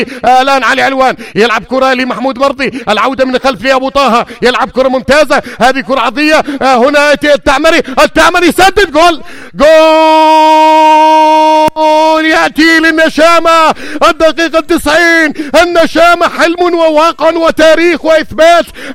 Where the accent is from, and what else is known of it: Syria